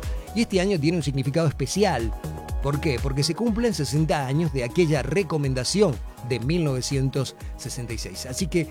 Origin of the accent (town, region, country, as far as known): Argentina